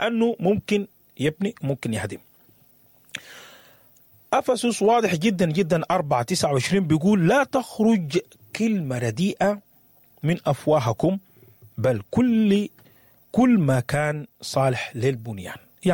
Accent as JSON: {"language": "Arabic", "country": "Sudan", "said": "بخصوص بلدنا السودان"}